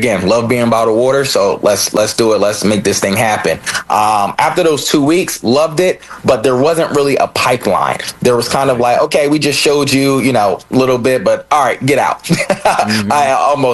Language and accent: English; Philadelphia, Pennsylvania, United States; So born and raised in Philadelphia